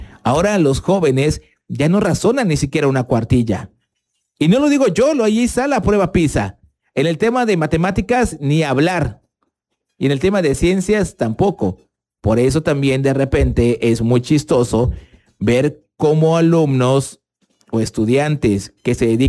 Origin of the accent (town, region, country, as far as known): Mexico